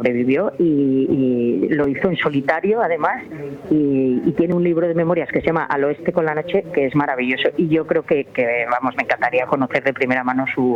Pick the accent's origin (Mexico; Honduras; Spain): Spain; Peralta, Navarre; yo soy de Peralta, de pueblo de Navarra